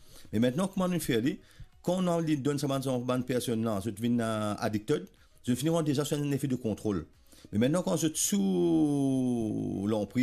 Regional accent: Mauritius; Mais en tant que Mauricien, en tant que citoyen, moi je n'ai pas le droit de laisser mon pays brûler.

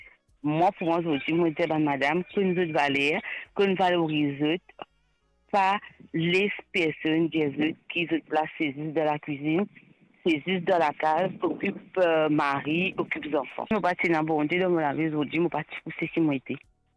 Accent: Rodrigues, Mauritius; moved away; moi, je viens de Rodrigue

